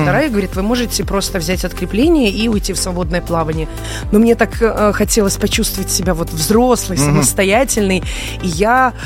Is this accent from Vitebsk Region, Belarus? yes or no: yes; Vitebsk, Vitebsk Region, Belarus; also born or lived in Orsha; я по распределению, в Витебске я училась, я сама родом из Витебска, а по распределению я попала в Оршу.